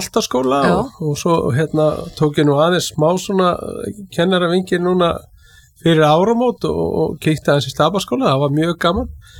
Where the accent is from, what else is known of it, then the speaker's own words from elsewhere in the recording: Keflavík, Southern Peninsula, Iceland; Jú, sko, ég er heim megin við, ég er Keflvíkingur og hérna við eigum auðvitað, hérna, Keflavík og Njarðvík